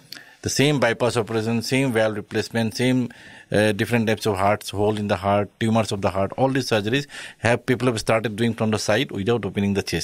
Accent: Assam, India; English is a second language; because I was at that time, because I was born and I'm basically from Assam. So at that time, there's no surgery in Northeast heart surgery.

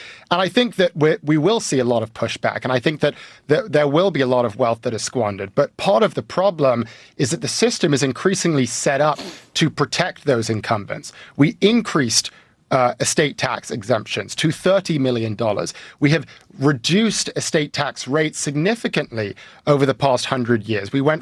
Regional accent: United Kingdom; moved away; my home country of the UK

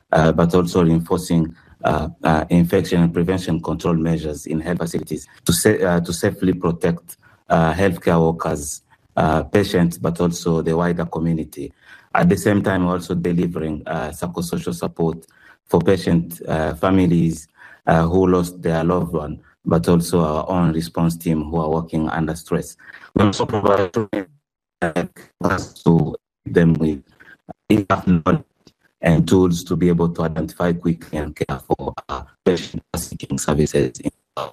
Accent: Goma, North Kivu, DR Congo; I grew up in Goma

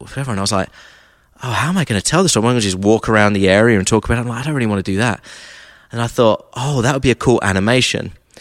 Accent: Brighton, South East England, United Kingdom; also born or lived in Nashville; now in Atlanta, United States; I'm from the south coast of England, Brighton.

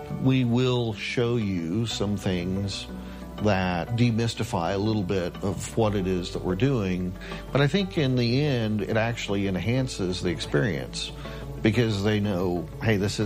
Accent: Oklahoma, United States; growing up in Oklahoma, my earliest memories are being in the garden with my grandmother, something I still remember to this day.

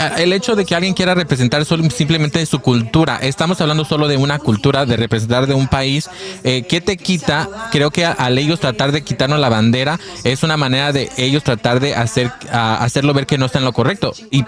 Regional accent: Mexico; now in United States; muchos que venimos de nosotros de México, el lograr y graduarnos de una universidad o de una escuela aquí en Estados Unidos es simplemente un orgullo.

